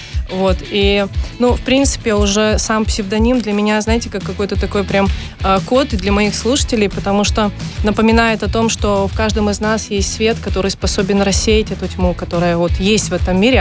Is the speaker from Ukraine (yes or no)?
no; Pinsk, Brest Region, Belarus; Потому что я родом из столицы Полесья. Я из Пинска.